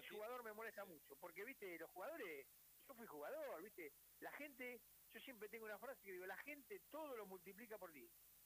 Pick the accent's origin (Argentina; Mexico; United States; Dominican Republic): Argentina; yo como argentino estoy agradecido